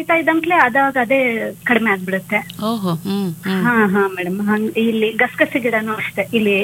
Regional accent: Davanagere, Karnataka, India; born there

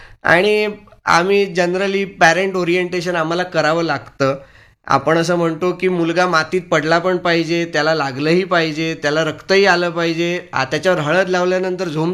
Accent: Mumbai, Maharashtra, India; born or raised there

